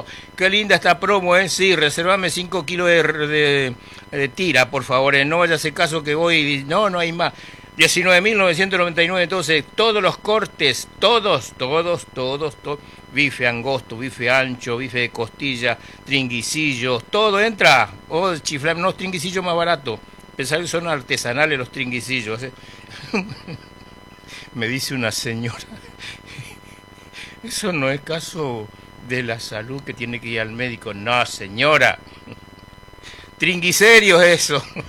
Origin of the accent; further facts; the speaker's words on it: Buenos Aires, Argentina; born there; moved away; yo esto tengo experiencia porque viví muchos años en Buenos Aires, ¿no? Me crié en Buenos Aires.